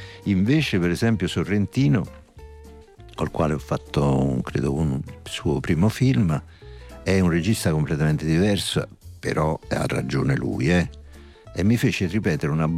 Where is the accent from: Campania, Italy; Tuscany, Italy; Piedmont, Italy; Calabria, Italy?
Campania, Italy; Naples; Io ne posso parlare male e dire magari che cosa non mi piace, ma io da napoletano lo posso fare, ma altri no.